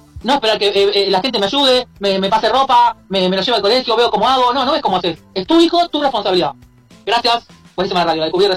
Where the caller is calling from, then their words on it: Martínez, Buenos Aires Province, Argentina; de Martínez.